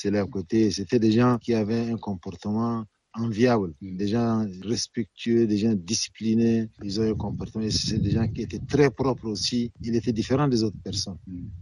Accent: Chad

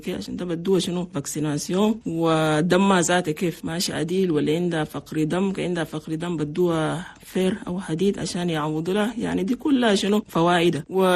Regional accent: Chad; لأننا نحن عندنا في تشاد نسبة موت عن الأمهات

